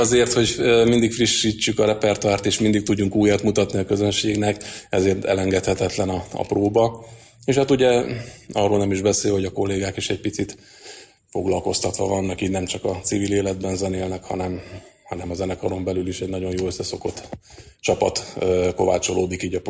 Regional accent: Fehérgyarmat, Szabolcs-Szatmár-Bereg, Hungary; Én egy kisvárosból származom, Fehérgyarmatról

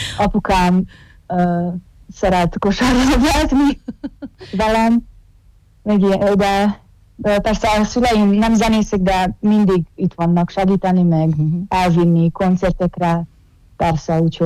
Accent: Bečej, Vojvodina, Serbia; Mi hárman mindannyian óbecseiek vagyunk

